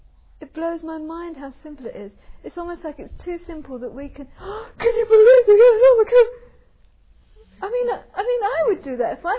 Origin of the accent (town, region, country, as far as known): England, United Kingdom